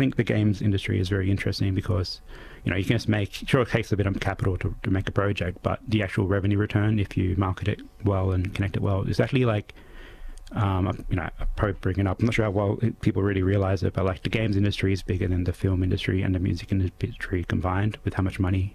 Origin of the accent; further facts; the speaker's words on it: Central Australia, Australia; I'm from Central Australia